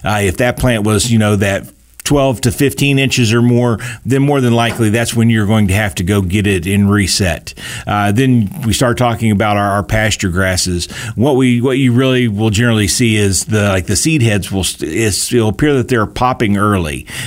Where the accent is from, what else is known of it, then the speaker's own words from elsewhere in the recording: West Virginia, United States; Most people know that I came from West Virginia, and we had some mountain farms that we worked with.